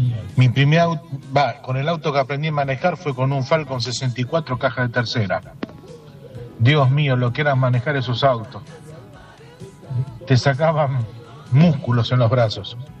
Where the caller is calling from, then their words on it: Lomas de Zamora, Buenos Aires Province, Argentina; de Loma de Zamora, acá con Raquel, mi señora, escuchándolos, yendo a Mar del Plata.